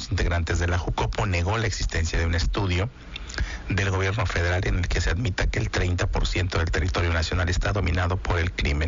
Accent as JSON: {"language": "Spanish", "country": "Mexico"}